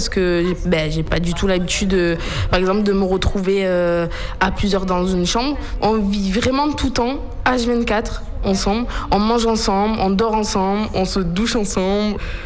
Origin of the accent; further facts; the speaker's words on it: Marseille, Provence-Alpes-Côte d'Azur, France; j'ai 20 ans, je suis de Marseille.